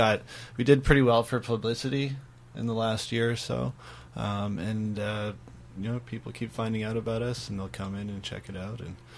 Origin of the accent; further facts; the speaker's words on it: Toronto, Ontario, Canada; now in Vancouver, Canada; I'm a bit of an outsider, right? I came from Toronto to start as the manager here.